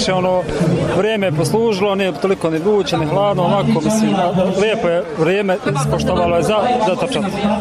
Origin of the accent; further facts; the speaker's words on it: Sarajevo, Federation of Bosnia and Herzegovina, Bosnia & Herzegovina; dolazim iz Sarajeva, predstavljam firmu Eurexpress.